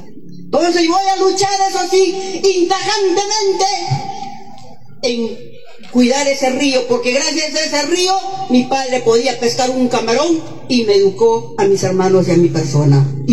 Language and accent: Spanish; El Arenal, Arequipa, Peru; en mi pueblo del Arenal